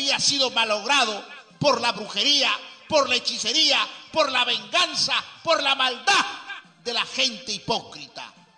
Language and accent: Spanish; Mayascón, Lambayeque, Peru; Mi tierra natal, y algún día que usted vaya a ese caserío o a ese pueblo, como lo quiera llamar, pueblito pequeño llamado Mayascón, ahí pregunte por